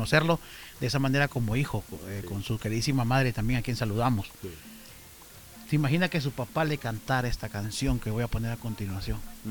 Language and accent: Spanish; Tegucigalpa, Francisco Morazán, Honduras; los que estamos tierra adentro somos nosotros, los de Tegucigalpa.